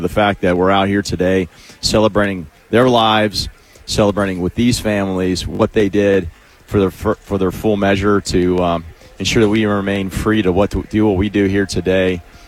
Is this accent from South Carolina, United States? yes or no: no; Orange Park, Florida, United States; When I grew up in Orange Park, Rich, it's funny, people would say, how was it in your neighborhood?